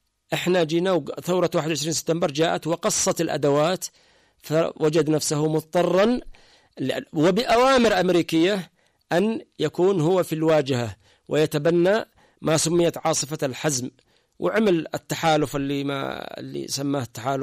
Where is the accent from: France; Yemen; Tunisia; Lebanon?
Yemen